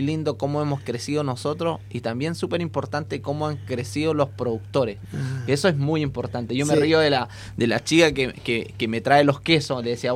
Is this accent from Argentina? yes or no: no; San Vicente de Tagua Tagua, O'Higgins, Chile; yo soy de San Vicente, o sea, mi familia está acá, mis hijos estudian acá